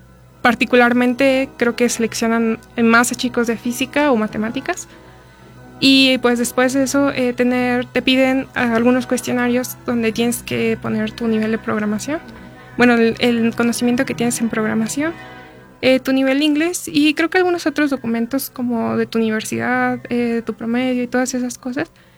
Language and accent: Spanish; Hidalgo, Mexico; yo también soy del estado de Hidalgo